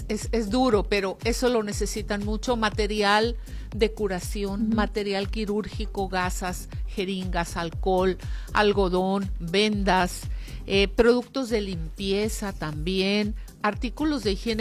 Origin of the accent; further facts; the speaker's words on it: Sinaloa, Mexico; nosotros como sinaloenses, como mexicanos